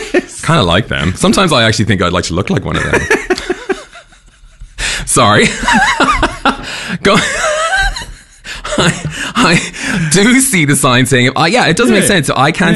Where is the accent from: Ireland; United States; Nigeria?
Ireland; I find death, because I'm Irish, we kind of like have a very open relationship with death